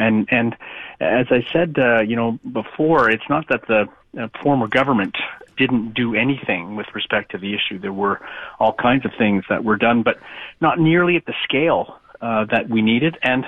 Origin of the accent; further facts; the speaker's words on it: Beaconsfield, Quebec, Canada; my parents live in Hudson and I grew up in Beaconsfield